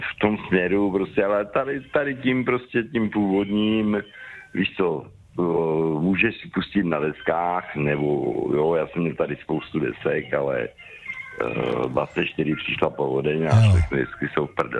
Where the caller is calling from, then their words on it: Moravian-Silesian Region, Czechia; No, tak já jsem kousek od Opavy